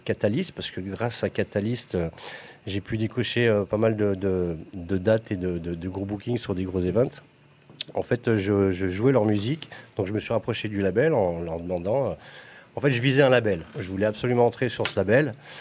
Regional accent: Lyon, Auvergne-Rhône-Alpes, France; je viens de Lyon

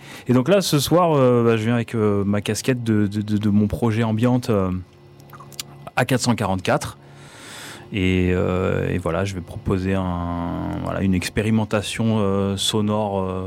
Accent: Toulon, Provence-Alpes-Côte d'Azur, France; je suis natif de Toulon, raised and born in Toulon, comme on dit.

